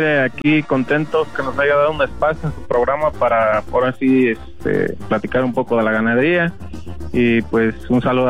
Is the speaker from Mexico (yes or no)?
yes; Mexico; Yo creo que aquí a mi pueblo le gusta ver buenos agarrones